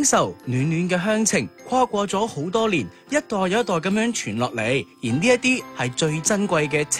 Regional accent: Jiangmen, Guangdong, China; 我哋新会系美丽嘅侨乡

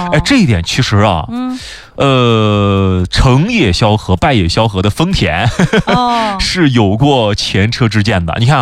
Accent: China; 我们中国人

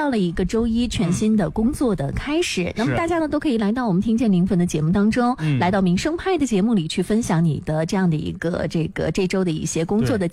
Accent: Shanxi, China; 其实说实话我觉得中午对于我们山西人来说、不睡一会儿好像有点难受，

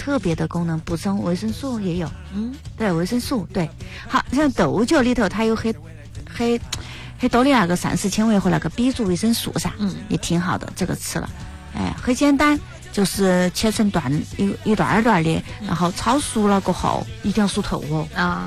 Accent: Chongqing, China; 我们重庆人

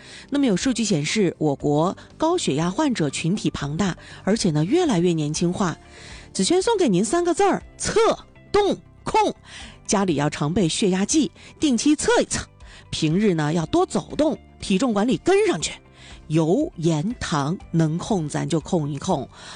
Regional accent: Dalian, Liaoning, China; 这个季节咱们大连人讲究春捂秋冻

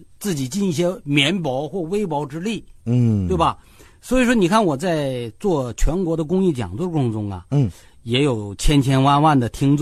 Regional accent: Jilin, China

